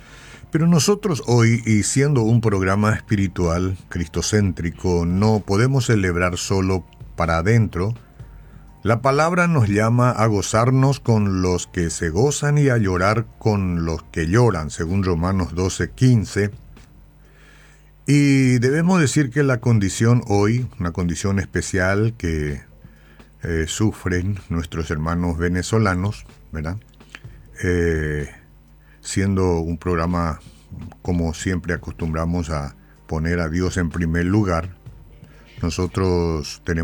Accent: Paraguay

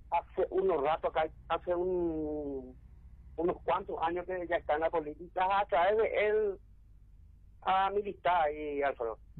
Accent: Presidente Franco, Alto Paraná, Paraguay; nuestro pueblo franqueño.

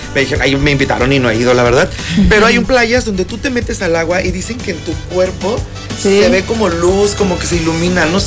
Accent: Mexico

